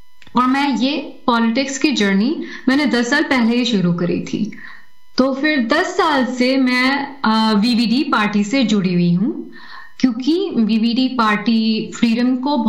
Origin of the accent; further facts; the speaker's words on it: Netherlands; मैं यहाँ पर नेदरलैंड्स में, जैसे आपने बताए हो, पैदा हुई हूँ। मेरे माता पिता भारत से हैं और यहाँ पर पली बड़ी हुई हूँ, और घर पे तो हम दो भाषा बोलते थे, एक्चुअली तीन भाषा बोलते थे, हिंदी, डच और इंग्लिश।